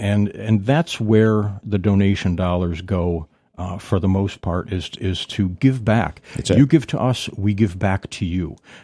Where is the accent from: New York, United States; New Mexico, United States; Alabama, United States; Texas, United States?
New York, United States; Henrietta; I am born and raised Henrietta, so right around the Rochester area. Graduated Roth High School in 80s.